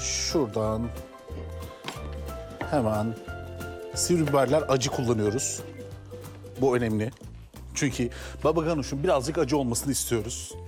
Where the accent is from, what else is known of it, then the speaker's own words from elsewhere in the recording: Adana, Turkey; Bir Adanalı olarak bunu size temin edebilirim.